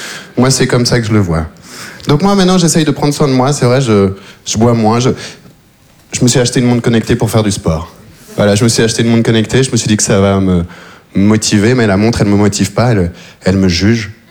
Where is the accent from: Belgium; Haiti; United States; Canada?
Belgium; Voilà, c'est vrai que je viens de Belgique. Je suis arrivé en Belgique quand j'avais 3 ans. J'ai vécu toute ma vie là-bas.